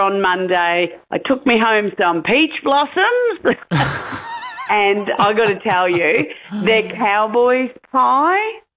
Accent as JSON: {"language": "English", "region": "Queensland", "country": "Australia", "said": "We love being a Queenslander"}